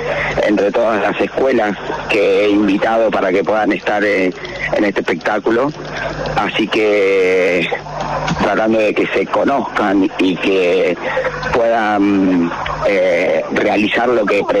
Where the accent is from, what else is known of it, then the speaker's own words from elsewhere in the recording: Buenos Aires, Argentina; porque yo estudié toda mi vida, o sea, soy de Buenos Aires.